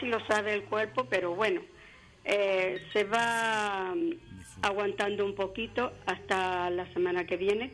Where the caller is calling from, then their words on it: Canary Islands, Spain; yo soy española. Y primero, y también soy canaria.